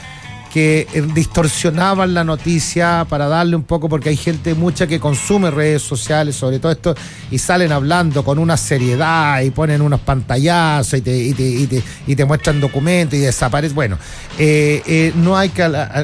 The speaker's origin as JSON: {"language": "Spanish", "country": "Chile", "said": "Yo lo digo como chileno, ¿no? Amante de mi patria."}